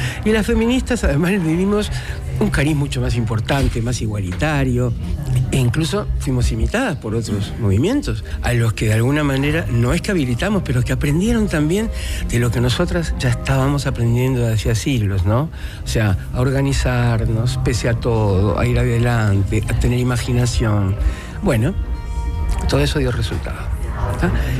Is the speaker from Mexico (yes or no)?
no; Uruguay